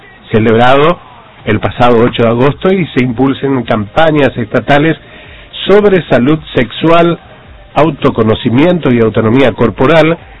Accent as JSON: {"language": "Spanish", "region": "Formosa", "country": "Argentina", "said": "somos de Formosa"}